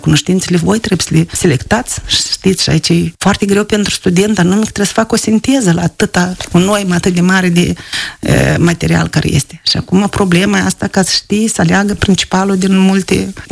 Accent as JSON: {"language": "Romanian", "country": "Moldova", "said": "a văzut că sunt doi oameni din Moldova"}